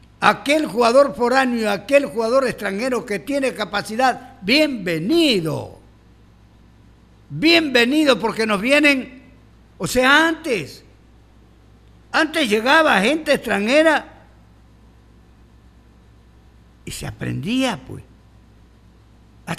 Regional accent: Ecuador

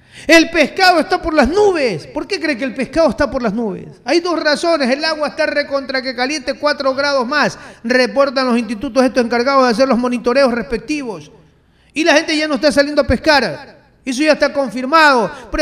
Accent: Ecuador; Y como lamentablemente el Estado ha abandonado a sus protegidos, que somos los ecuatorianos

